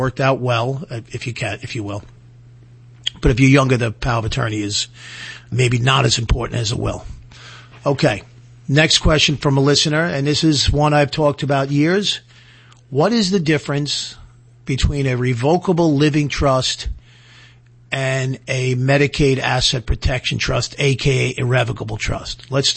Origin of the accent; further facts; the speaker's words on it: New York, United States; but I'm a New Yorker, born and bred in Piqua, went to high school in Massapequa, college at Stony Brook